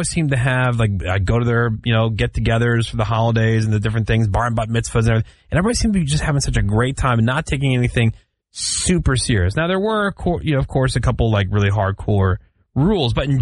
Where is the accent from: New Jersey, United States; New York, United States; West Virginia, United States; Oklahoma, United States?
New Jersey, United States; Among all my friends where I grew up in New Jersey.